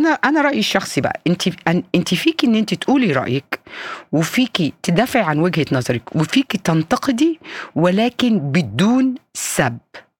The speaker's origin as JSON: {"language": "Arabic", "country": "Egypt", "moved": "yes", "lives_now": "Switzerland"}